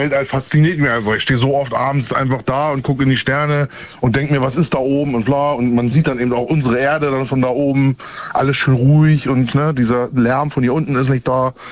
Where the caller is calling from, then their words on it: Hamburg, Germany; Aus Hamburg.